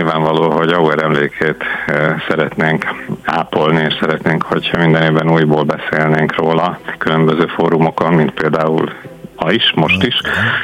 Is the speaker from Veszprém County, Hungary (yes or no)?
yes; Veszprém, Veszprém County, Hungary; born there; veszprémiként, mivel én Veszprémben élek, és itt is születtem